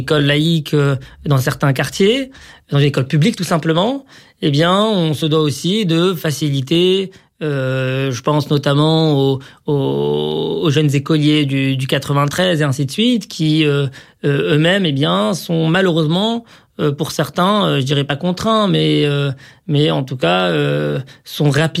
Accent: Morocco; moved away as an adult; now in France; Moi, à titre perso, effectivement, j'ai grandi au Maroc, j'ai ensuite émigré en France, il y a de cela maintenant près de 15 ans.

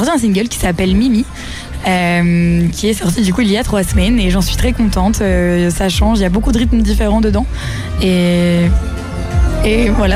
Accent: Flers, Normandy, France; ma mère est espagnole et mon père est français. Et donc j'ai grandi à Flers dans l'Orne, et j'avais vraiment ce côté multiculturel qui était toujours avec moi.

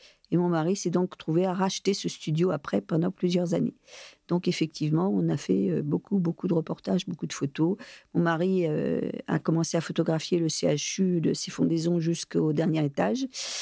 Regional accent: Caen, Normandy, France; also born or lived in Limoges; Donc, je suis née à Limoges. Et 2 ans après, j'ai réintégré Caen, où habitaient les parents de mon papa.

